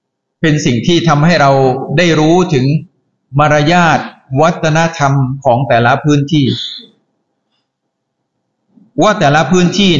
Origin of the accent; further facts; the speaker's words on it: Songkhla, Thailand; moved away as an adult; now in Bangkok, Thailand; เกิดที่สงขลาเติบโตที่สงขลา